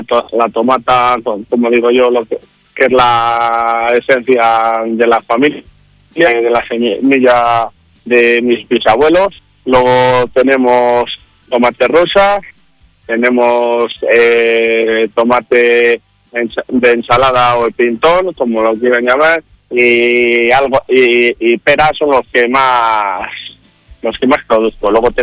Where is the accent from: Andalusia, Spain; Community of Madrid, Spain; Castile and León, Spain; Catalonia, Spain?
Castile and León, Spain; Palenzuela; como soy de Palenzuela